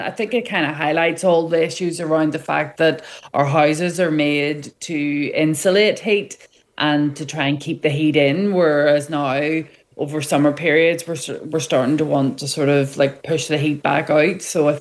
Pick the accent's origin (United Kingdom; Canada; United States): United Kingdom; Belfast, Northern Ireland; I'm from Belfast, but I absolutely love it.